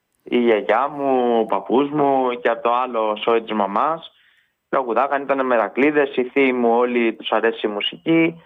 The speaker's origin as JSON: {"language": "Greek", "town": "Tripotama", "region": "Western Greece", "country": "Greece", "tie": "born or raised there", "said": "στο χωριό μου συγκεκριμένα, στα Τριμπόταμα Καλαβρίτων"}